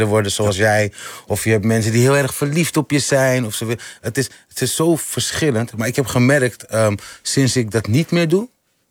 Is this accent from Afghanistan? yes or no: no; Amsterdam, North Holland, Netherlands; Ik ben in Amsterdam-West opgegroeid.